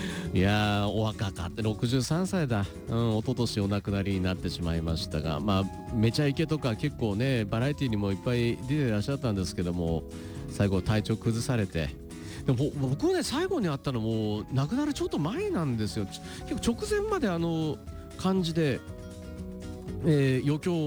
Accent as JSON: {"language": "Japanese", "area": "Itabashi", "region": "Tokyo", "country": "Japan", "tie": "born or raised there", "said": "私の地元のね先輩って言っても面識はあるんですけど、板橋区で"}